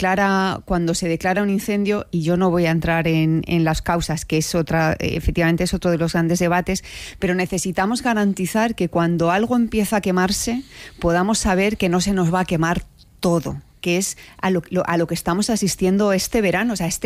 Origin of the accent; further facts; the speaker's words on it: Castilla-La Mancha, Spain; Yo soy castellano-manchega, soy una niña de pueblo